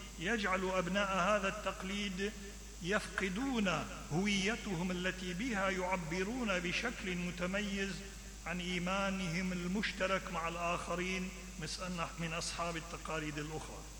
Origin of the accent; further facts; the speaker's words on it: Iraq; قوة كنيستنا الكلدانية هي بقوة الكنائس الشقيقة الأخرى، وخاصة في الشرق وفي بلدنا العراق